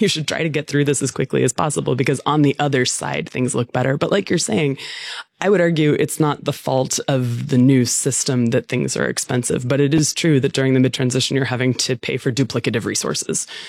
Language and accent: English; United States; as an American